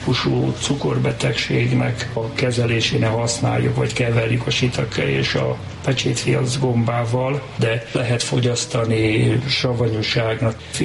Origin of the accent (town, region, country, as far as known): Budapest, Hungary; born or raised there